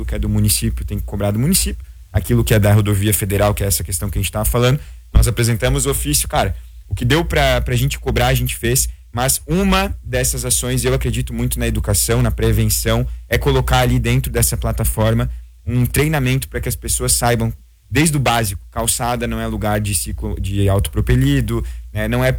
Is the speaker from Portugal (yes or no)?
no; Balneário Camboriú, Santa Catarina, Brazil; todos nós que somos de Balneário